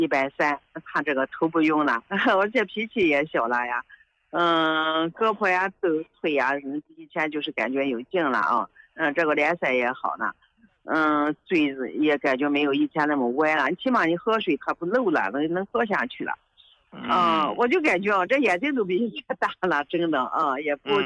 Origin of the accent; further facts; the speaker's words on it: Baoji, Shaanxi, China; 啊，我是陕西宝鸡的。